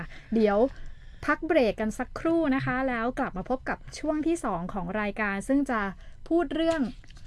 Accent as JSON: {"language": "Thai", "region": "Kamphaeng Phet", "country": "Thailand", "tie": "born or raised there", "said": "ก็กลับบ้านที่กำแพงเพชรค่ะไปไหว้พ่อแม่ญาติ"}